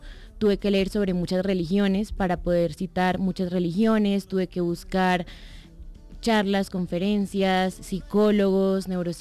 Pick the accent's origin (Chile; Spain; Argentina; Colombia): Colombia; Bucaramanga, Santander; now in Bogotá, Colombia; Yo soy de Bucaramanga.